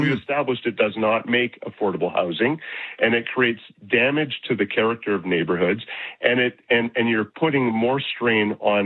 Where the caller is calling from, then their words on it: Calgary, Alberta, Canada; I'm calling from Calgary.